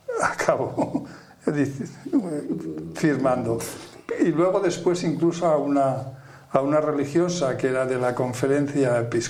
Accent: Aragon, Spain; de la provincia de Huesca, de donde soy yo

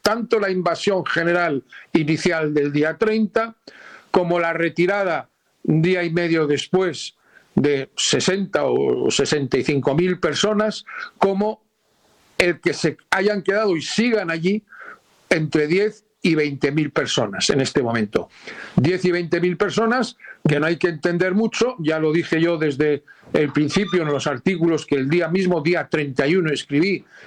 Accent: Spain; me duele muchísimo decirlo como español

